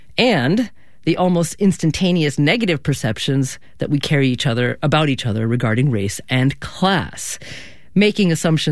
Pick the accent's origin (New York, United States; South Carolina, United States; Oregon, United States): Oregon, United States; Yeah, I grew up in Oregon.